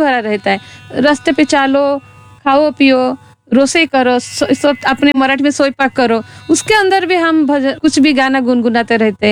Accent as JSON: {"language": "Hindi", "town": "Bhadrak", "region": "Odisha", "country": "India", "said": "ओडिशा भद्रक वाले सोरे खेरिया उधर से हूँ"}